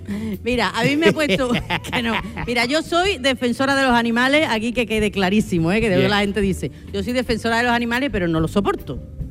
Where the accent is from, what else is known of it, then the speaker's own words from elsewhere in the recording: Seville, Andalusia, Spain; somos de Triana y tenemos la misma edad.